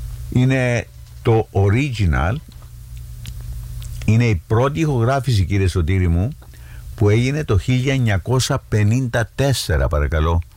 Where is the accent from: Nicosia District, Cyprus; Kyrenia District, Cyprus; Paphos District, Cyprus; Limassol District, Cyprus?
Kyrenia District, Cyprus; Sichari; born there; moved away; το χωριό μου το Σιχαρί στην επαρχία Κερίνιας που είναι κατεχόμενο